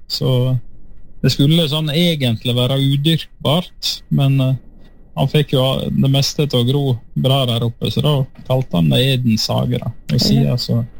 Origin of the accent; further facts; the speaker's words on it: Leikanger, Vestland, Norway; also born or lived in Bergen; now in Skjolden, Norway; Kona med …, og jeg er fra Leikanger, da.